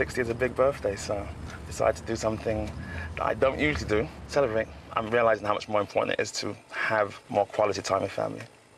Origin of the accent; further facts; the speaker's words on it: Nottingham, East Midlands, United Kingdom; moved away as an adult; now in Florida, United States; I'm from Nottingham. I came to the US when I was 18 years old.